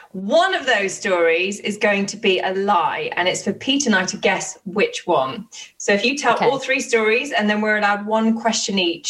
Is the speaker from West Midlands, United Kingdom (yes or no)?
no; Oxford, South East England, United Kingdom; now in London, United Kingdom; I get that a lot because, you know, I'm from Oxford. People think that I'm posh. I moved to London and now I've got this weird twang.